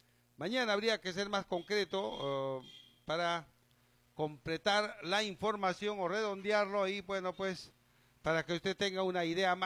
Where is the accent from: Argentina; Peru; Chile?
Peru